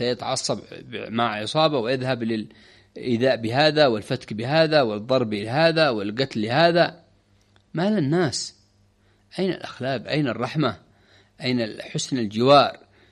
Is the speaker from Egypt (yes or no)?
no; Yemen; عندنا في اليمن